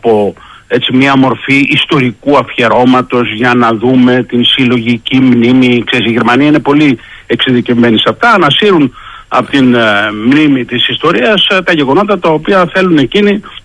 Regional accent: Greece; σαν Ευρωπαίους τώρα λέω και σαν Έλληνες

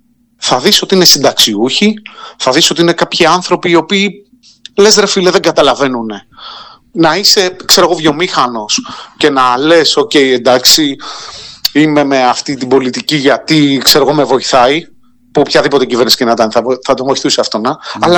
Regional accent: Keratsini, Attica, Greece; Εδώ στα μέρη μας, στο Κερατσίνι

